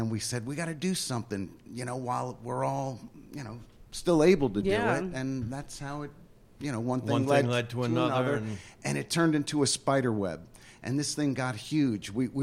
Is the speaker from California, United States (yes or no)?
no; Palenville, New York, United States; Yes. We grew up in Palinville.